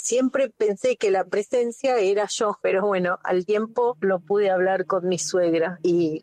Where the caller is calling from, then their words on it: Tortuguitas, Buenos Aires Province, Argentina; de Tortuguitas